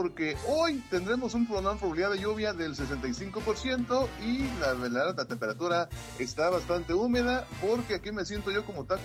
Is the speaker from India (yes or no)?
no; Mexico; Mi corazón mexicano